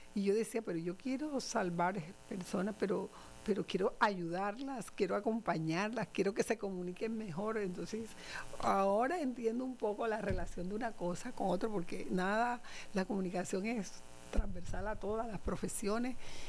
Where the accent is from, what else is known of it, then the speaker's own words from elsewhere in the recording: Barranquilla, Atlántico, Colombia; also born or lived in Puerto Escondido, Córdoba, Colombia; Estudié en Barranquilla, nací en Puerto Escondido, pero la familia se fue estando yo muy niña para Barranquilla. Tengo los dos, el corazón lo comparto entre Puerto y entre Barranquilla. ¿Qué te digo? En Barranquilla terminé también bachillerato